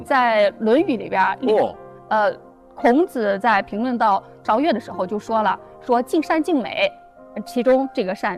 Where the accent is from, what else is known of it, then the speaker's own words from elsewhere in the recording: Shaanxi, China; 在我们关中话里边有